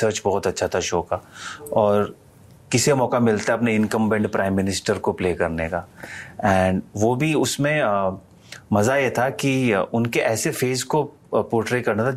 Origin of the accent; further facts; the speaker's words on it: Rajasthan, India; moved away; क्योंकि मैं वहाँ से हूँ. तो वो मेरे लिए बहुत आसान था क्योंकि मैंने वो जीवन बहुत करीब से देखा है, जिया है, मैं पला बड़ा हूँ वहाँ पे.